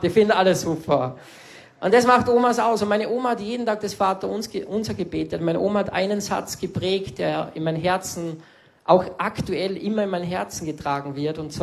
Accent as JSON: {"language": "German", "region": "Salzburg", "country": "Austria", "said": "Und dann bin ich am Mönchsberg gegangen, bei uns in Salzburg, wo die ganzen Touris oben stehen und Fotos machen."}